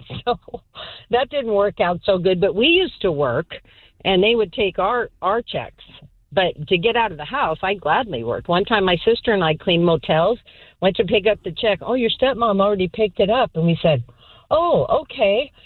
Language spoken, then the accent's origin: English; Soap Lake, Washington, United States; Soap Lake. I shouldn't tell you that because I have 2 brothers that ended up being police officers, and several of my siblings were very successful.